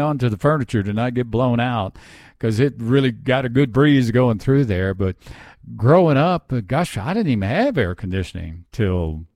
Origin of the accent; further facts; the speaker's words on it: Louisiana, United States; And I grew up in Southeast Louisiana. It was hot.